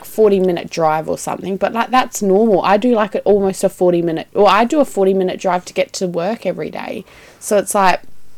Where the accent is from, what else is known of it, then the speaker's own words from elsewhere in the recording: Adelaide, South Australia, Australia; And we are really nice from Adelaide.